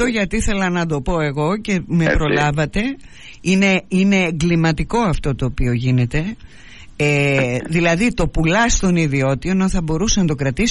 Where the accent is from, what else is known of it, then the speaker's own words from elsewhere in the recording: Greece; ως Έλληνας πολίτης.